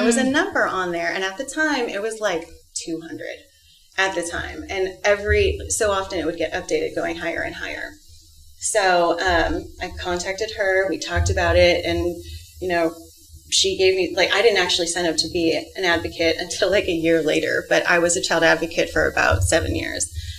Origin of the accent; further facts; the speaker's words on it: West Coast, United States; also born or lived in Ohio; And I was born in Ohio. So I was born a Midwesterner, but I was raised on the West Coast.